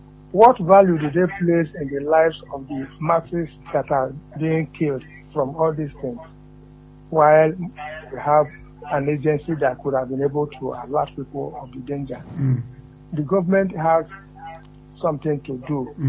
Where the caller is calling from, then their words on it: Onitsha, Anambra, Nigeria; I'm calling from Onitsha.